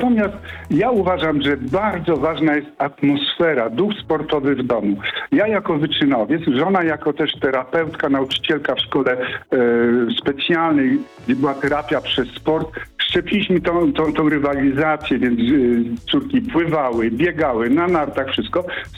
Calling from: Oleśnica, Lower Silesian Voivodeship, Poland; z Oleśnicy, zresztą były wyczynowy sportowiec, reprezentant Polski, wielokrotny mistrz Polski.

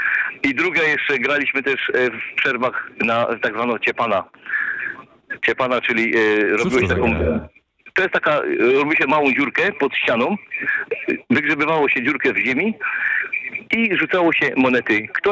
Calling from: Silesian Voivodeship, Poland; U nas na Śląsku się to nazywało kliklaki.

